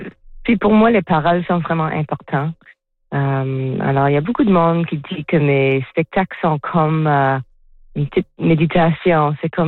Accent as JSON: {"language": "French", "town": "Campbellton", "region": "New Brunswick", "country": "Canada", "tie": "born there", "second_language": "French", "moved": "yes", "lives_now": "Nova Scotia, Canada", "said": "Je suis née au nord du Nouveau-Brunswick, une petite place appelée Campbellton. Je vis à Nouvelle-Écosse maintenant, mais j'étais née dans une famille bilingue, ma mère est acadienne. Mais quand j'ai déménagé à Nouvelle-Écosse, j'ai perdu beaucoup de mon français."}